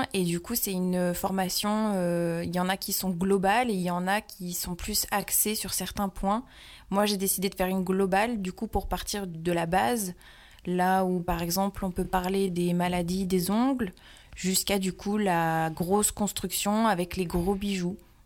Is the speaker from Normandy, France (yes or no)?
no; Aubenas, Auvergne-Rhône-Alpes, France; Je suis originaire d'Aubenas en Ardèche.